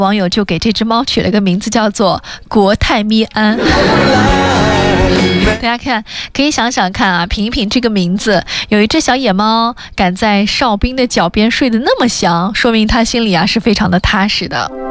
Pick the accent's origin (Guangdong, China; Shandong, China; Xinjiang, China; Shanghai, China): Xinjiang, China; 作为新疆人是不是有点小骄傲呢？